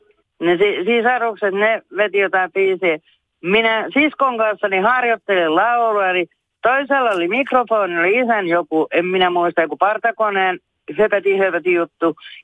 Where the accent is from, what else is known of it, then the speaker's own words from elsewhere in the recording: Harjavalta, Satakunta, Finland; born there; mä olen Harjavallasta ollut kotosi